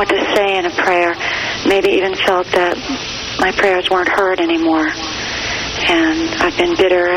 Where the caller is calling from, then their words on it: Rhode Island, United States; Rhode Island.